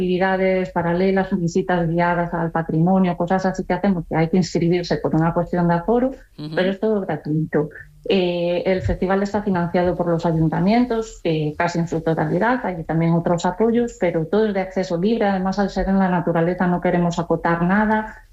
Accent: Ferrol, Galicia, Spain; yo soy de Ferrol y es verdad que en esa comarca siempre se tocó muy bien y se cantó muy bien, es una comarca especialmente musical

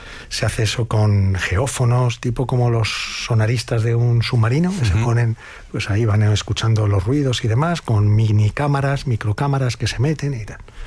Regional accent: Spain; que en el fondo es un ciudadano de España, como somos los españoles, es que somos empáticos por naturaleza.

